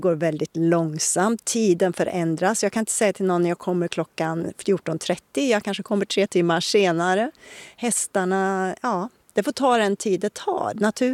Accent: Värmland, Sweden; min hembygd i Värmland

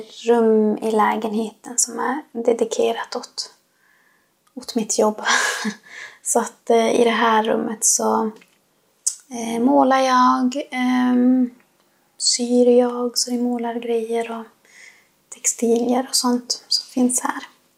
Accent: Lannavaara, Norrbotten County, Sweden; now in Vittangi, Sweden; Jag bor i Vittangi. Men jag kommer ju från Lannavaara. Uppväxt i Saribomma sameby.

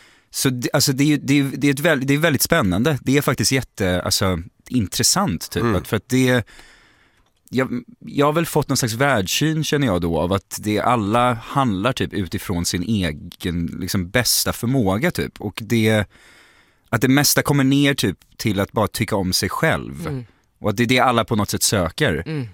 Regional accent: Gothenburg, Västra Götaland County, Sweden; Hon hade missat att jag är göteborgare.

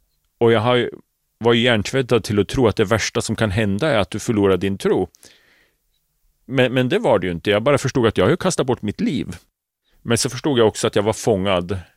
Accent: Malmköping, Södermanland, Sweden; Jag kommer från Malmköping.

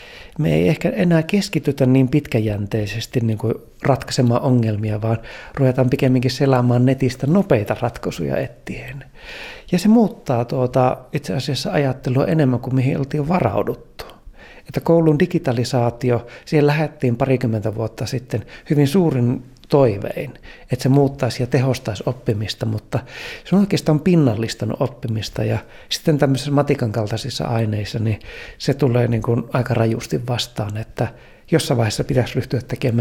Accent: Eastern Finland, Finland; now in Luleå, Sweden; Tulin Itä-Suomesta tänne Luulajaan. Se tuntui oikeastaan aika pitkälle matkalle, mutta järvien ja metsien keskeltä, metsien ja soiden keskelle.

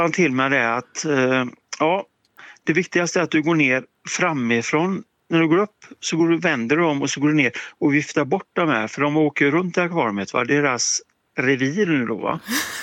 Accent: Gothenburg, Västra Götaland County, Sweden; now in Hammarö, Sweden; jag bor på Hammarö men jag är göteborgare.

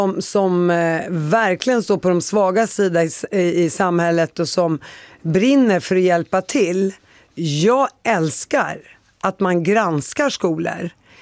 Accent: Palestine; jag är helt palestinier

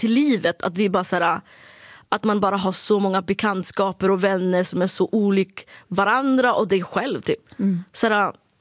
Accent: Sweden; accent: Standard Swedish; jag tycker att jag pratar rikssvenska liksom.

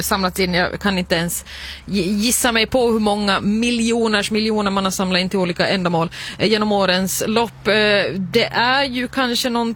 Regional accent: Finland; Som en finländare, som den finländare jag är

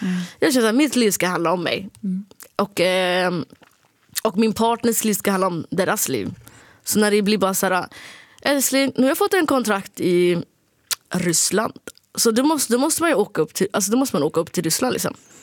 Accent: Sweden; accent: Standard Swedish; Jag tycker att jag pratar rikssvenska liksom.

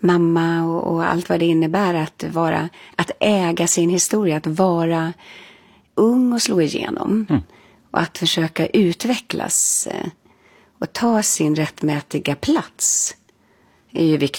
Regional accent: Stockholm, Stockholm County, Sweden

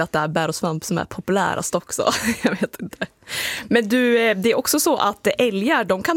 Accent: Jämtland County, Sweden; Jag kommer ju från Jämtland.

